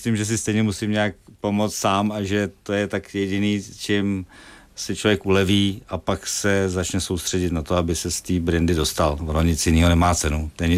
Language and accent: Czech; Želeč, South Bohemian Region, Czechia; Z České republiky musím říct, že jsem jel od Tábora a musím říct, že jsem jel ze Želče u Tábora